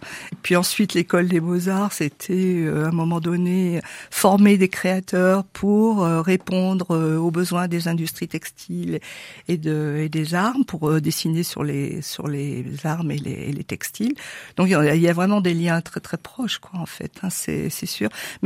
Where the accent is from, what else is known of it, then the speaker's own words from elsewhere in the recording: Saint-Étienne, Auvergne-Rhône-Alpes, France; born there; je suis née à Saint-Étienne déjà.